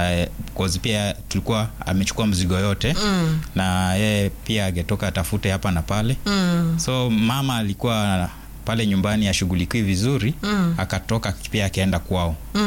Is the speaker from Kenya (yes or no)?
yes; Butere, Kakamega County, Kenya; born there; nimezaliwa upande wa eneo la Butere. Mimi ni Mluya. Na mimi ni kijana wa kwanza kwa familia yetu.